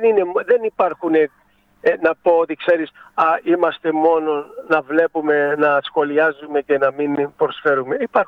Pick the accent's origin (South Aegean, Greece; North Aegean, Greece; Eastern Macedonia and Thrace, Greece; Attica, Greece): South Aegean, Greece; Paradeisi; Προσωπικά για μένα είναι το χωριό μου. Εδώ γεννήθηκα, εδώ μεγάλωσα, εδώ έκανα την οικογένειά μου.